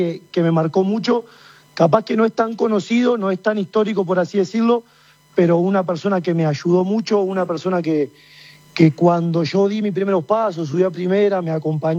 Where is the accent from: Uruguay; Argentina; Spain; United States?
Uruguay; moved away as an adult; now in Paraguay; yo como uruguayo